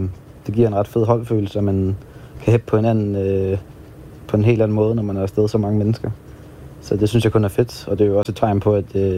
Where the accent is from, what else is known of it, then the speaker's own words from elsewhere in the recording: Asnæs, Zealand, Denmark; Man er jo lidt en Asnæs-dreng, så på den måde, så altså, jeg er ret stolt over at komme ud fra Odsherred af, og ja, jeg tænker da meget over, hvor jeg kommer fra. Jeg kan godt lide at være hjemme. Jeg bor jo faktisk hjemme igen, og har gjort det sit halvanden år